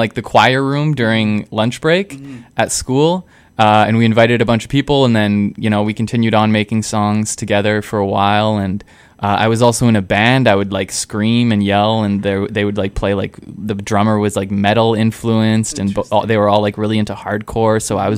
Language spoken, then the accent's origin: English; Manitoba, Canada; moved away; I grew up in Manitoba, and there was days when it would be so cold that the buses couldn't start.